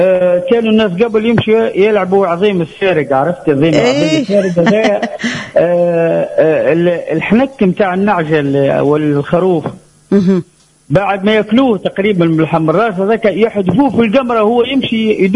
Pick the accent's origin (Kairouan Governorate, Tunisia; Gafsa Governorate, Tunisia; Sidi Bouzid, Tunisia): Sidi Bouzid, Tunisia; Mezzouna; … أنا تعرفي المزونة